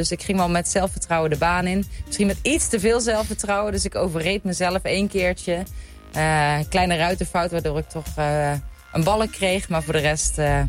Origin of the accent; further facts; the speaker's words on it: Batman, Batman Province, Turkey; also born or lived in Enschede; now in Netherlands; Ja, ik ben al een heel tijd verhuisd naar Brabant. Maar inderdaad, oorspronkelijk kom ik uit Batman en ik heb in Enschede op de universiteit gestudeerd.